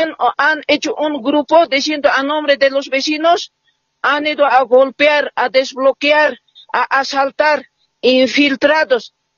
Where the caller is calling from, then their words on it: El Alto, La Paz, Bolivia; yo soy del Alto vecino